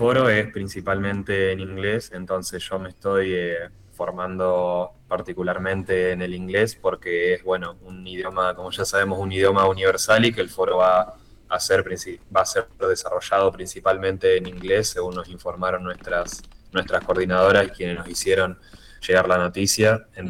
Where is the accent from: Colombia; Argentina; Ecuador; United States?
Argentina; Paraná, Entre Ríos; Yo soy de Paraná